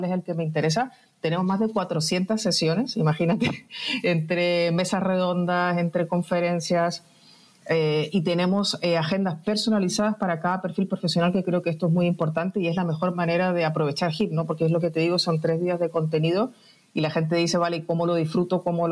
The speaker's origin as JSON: {"language": "Spanish", "country": "Chile", "moved": "as an adult", "lives_now": "Spain", "said": "soy chilena que lleva más de 25 años en España."}